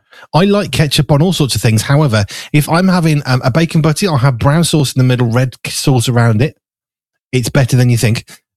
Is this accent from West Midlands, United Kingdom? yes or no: yes; Wolverhampton, West Midlands, United Kingdom; I'm from Wolverhampton, which is up the road, and it's a bit not too far from Birmingham.